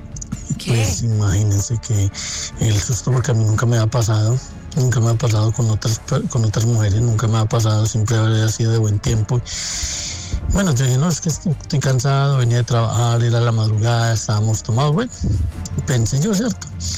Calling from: Manizales, Caldas, Colombia; Les saludo desde Manizales.

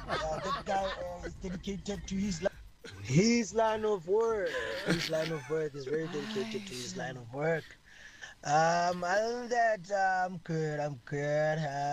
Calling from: Bloemfontein, Free State, South Africa; From Bloemfontein. From Bloemfontein.

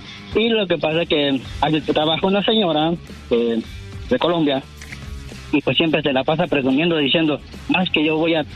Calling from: Salt Lake City, Utah, United States; Hablo de acá de Salt Lake City, Utah.

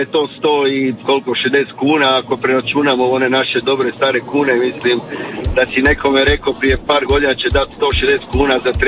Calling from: Istria County, Croatia

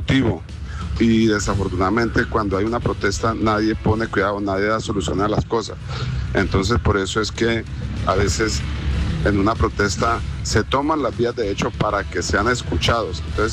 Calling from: Colombia; acá en Colombia

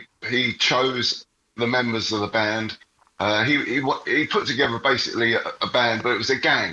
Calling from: Algarve, Portugal; I'm in the Algarve at the moment, but a couple of days ago I was in Scotland where it was pissing with rain

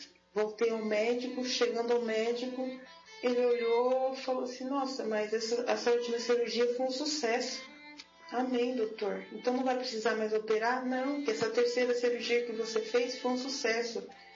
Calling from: São José dos Campos, São Paulo, Brazil; sou da cidade de São José dos Campos.

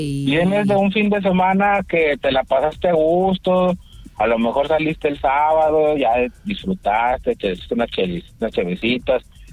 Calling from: Mexico; como mexicanos buenos que somos

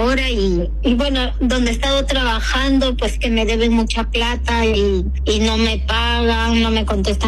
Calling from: Peru

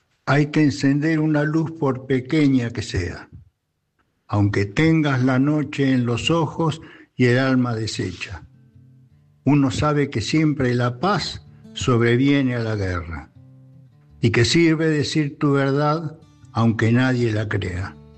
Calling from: Mar del Plata, Buenos Aires Province, Argentina; de Mar del Plata

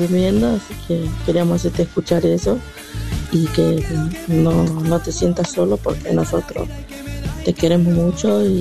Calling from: Jujuy, Argentina

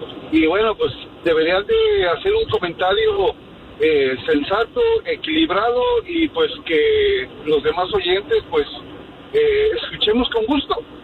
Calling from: Chicago, Illinois, United States; De la ciudad de los vientos, Chicago, Illinois.

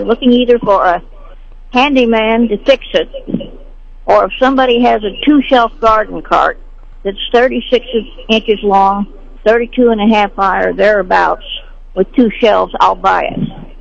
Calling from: Sedalia, Missouri, United States; I'm calling from Sedalia

